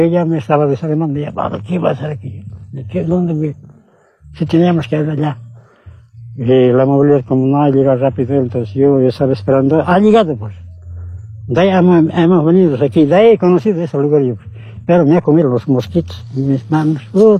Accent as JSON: {"language": "Spanish", "region": "Oruro", "country": "Bolivia", "moved": "as an adult", "lives_now": "Chapare, Bolivia", "said": "Yo soy de Oruro, Oruro no hay más aquí."}